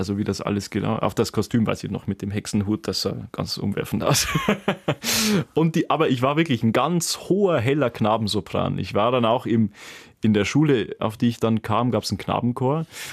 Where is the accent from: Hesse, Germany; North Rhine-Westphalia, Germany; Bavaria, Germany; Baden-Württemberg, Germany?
Bavaria, Germany; Osterhofen; also born or lived in Deggendorf; Geboren in Deggendorf, aufgewachsen in Osterhofen.